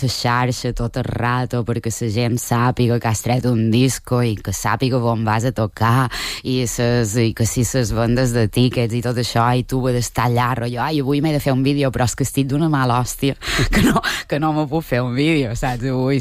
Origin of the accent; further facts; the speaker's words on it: Balearic Islands, Spain; accent: Majorcan; also born or lived in Solsona; now in Manresa, Spain; Som mallorquina, Mallorca